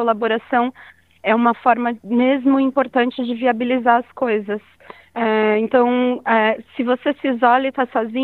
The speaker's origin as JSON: {"language": "Portuguese", "region": "São Paulo", "country": "Brazil", "said": "o contexto de onde eu venho, em São Paulo, né?"}